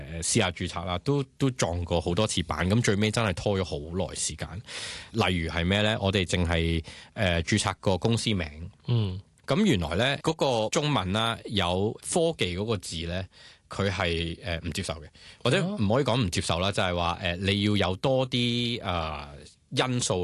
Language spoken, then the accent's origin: Cantonese; Hong Kong; 我哋香港人啦，